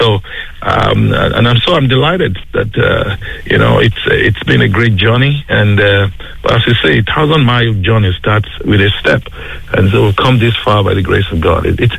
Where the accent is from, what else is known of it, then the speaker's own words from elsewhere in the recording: Nigeria; moved away as an adult; now in Ireland; You know, I'm originally from Nigeria, and my wife, she's from Tipperary. I came over to Ireland about 20.